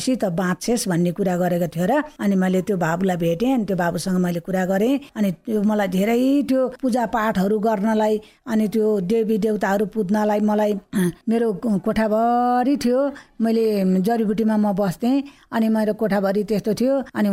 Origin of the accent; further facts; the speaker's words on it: Thori, Madhesh Province, Nepal; now in Fapar Bari, Nepal; अनि मेरो माइती चाहिँ ठोरी हो, मेरो घर चाहिँ फापरबारी हो।